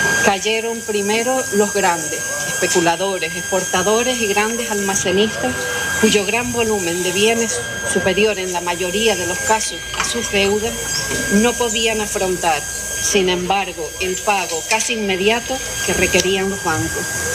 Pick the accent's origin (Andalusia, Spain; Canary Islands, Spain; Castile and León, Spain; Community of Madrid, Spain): Canary Islands, Spain; Arafo; soy de Arafo.